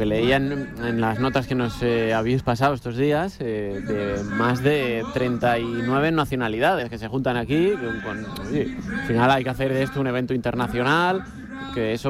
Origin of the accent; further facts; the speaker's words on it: Spain; ¿Qué tal somos los españoles? Vamos a vendernos bien.